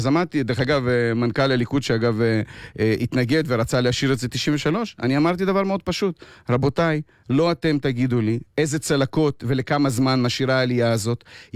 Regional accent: Haifa, Haifa District, Israel; כמובן את חיפה, אני חיפאי, אני גדלתי פה.

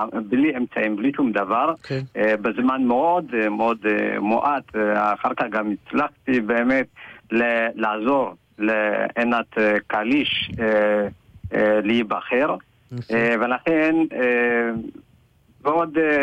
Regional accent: Ethiopia; now in Haifa, Israel; חיפה זה מקום ראשון שעליתי מאתיופיה, ישר השתקעתי באתר הקרוונים נווה קרמל

